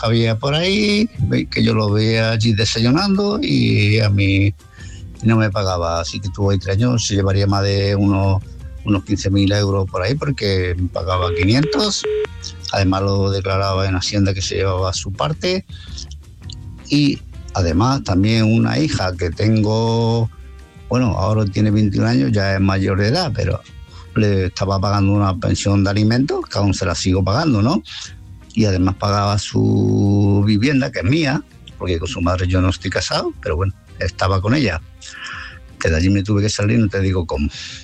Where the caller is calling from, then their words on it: Málaga, Andalusia, Spain; Buenas noches, Álvaro. … de Málaga.